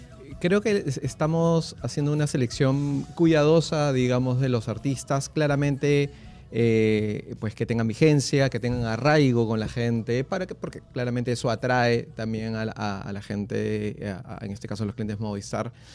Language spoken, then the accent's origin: Spanish; Peru